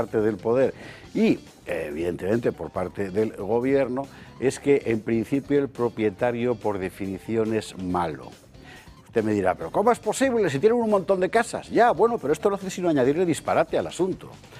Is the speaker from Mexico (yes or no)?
no; Spain